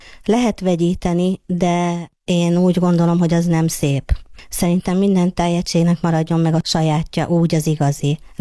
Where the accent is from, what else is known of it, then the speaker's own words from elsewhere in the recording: Sárospatak, Borsod-Abaúj-Zemplén, Hungary; Hát nekem eléggé hosszú az utam, hogy úgymond. Én Borsodból származom, Sárospatakról